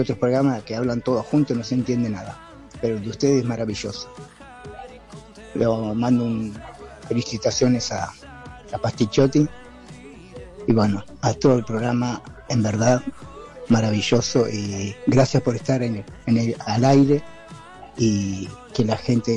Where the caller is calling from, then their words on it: La Plata, Buenos Aires Province, Argentina; de Villaliza La Plata.